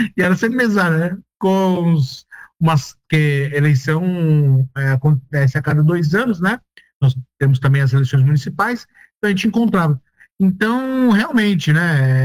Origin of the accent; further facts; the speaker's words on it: São Paulo, Brazil; now in Lisbon, Portugal; eu sou de São Paulo